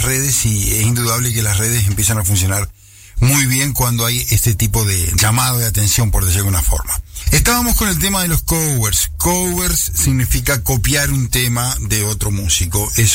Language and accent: Spanish; Paso de los Toros, Tacuarembó, Uruguay; moved away as an adult; En mi caso es Paso de los Toros. Yo nací y me crié en Paso de los Toros hasta los 20 años y estuve participando de la movida musical desde muy jovencito.